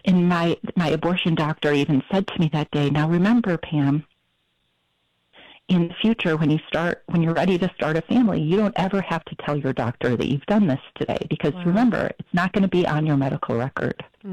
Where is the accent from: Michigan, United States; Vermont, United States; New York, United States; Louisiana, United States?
Michigan, United States; now in Florida, United States; I grew up in Michigan. I live in Florida now, but grew up in Michigan, had a wonderful family, had three siblings, and we were all raised going to Catholic school, going to church very regularly